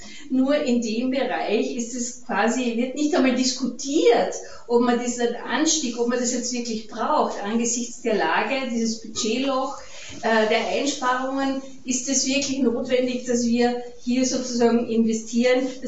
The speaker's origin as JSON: {"language": "German", "region": "Carinthia", "country": "Austria", "lives_now": "Vienna, Austria", "said": "Ich lebe in Wien, wie die Judy schon gesagt hat, aber ich bin keine Wienerin, ich bin eine Kärntnerin."}